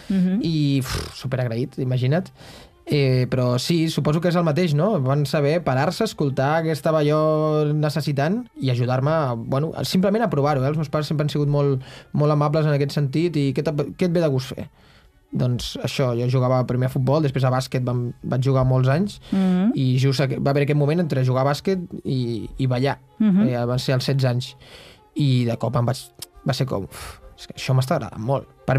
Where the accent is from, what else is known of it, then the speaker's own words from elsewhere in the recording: Blanes, Catalonia, Spain; jo soc de Blanes